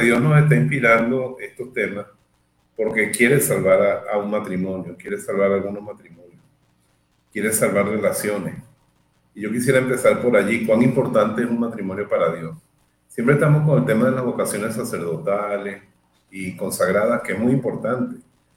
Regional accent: Venezuela; Aunque yo sea hijo de alemanes, yo soy criollito, criollito. Usted me abre la vena y lo que sale es caldo de caraota venezolana.

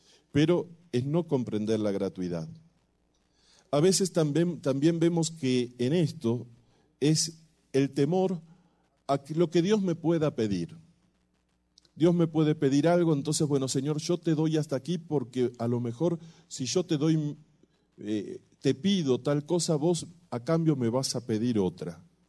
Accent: Buenos Aires, Argentina; yo vivía y vivo en la ciudad de Buenos Aires, pero cuando era chico teníamos también una casa de vacaciones en la costa

